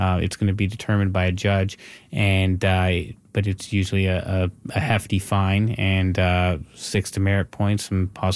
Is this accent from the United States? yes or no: no; Moncton, New Brunswick, Canada; Well, I'm aware of the area. I'm actually from Moncton.